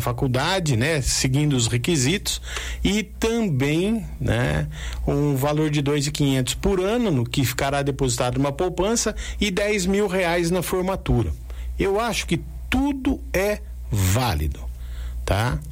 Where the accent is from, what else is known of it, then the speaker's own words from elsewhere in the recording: Brazil; Eu sou brasileiro.